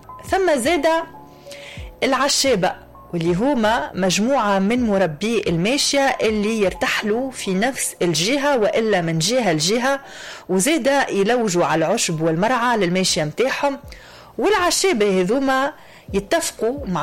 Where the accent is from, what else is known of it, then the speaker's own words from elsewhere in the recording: Tunisia; accent: Tunisian; لهجتنا التونسية